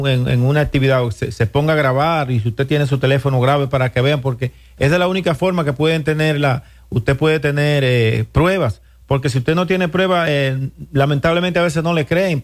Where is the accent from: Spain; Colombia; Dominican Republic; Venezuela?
Dominican Republic; somos dominicanos, que somos hermanos